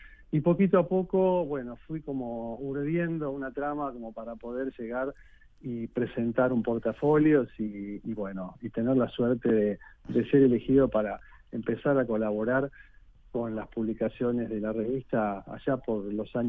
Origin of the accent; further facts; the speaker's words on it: Buenos Aires, Argentina; esos kioscos de revistas, como los que había en la Avenida 7 de mi ciudad natal